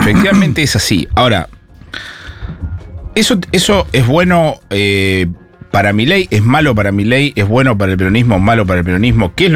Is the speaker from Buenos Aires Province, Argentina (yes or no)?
yes; Quilmes, Buenos Aires Province, Argentina; yo soy de Quilmes, no conozco esa zona.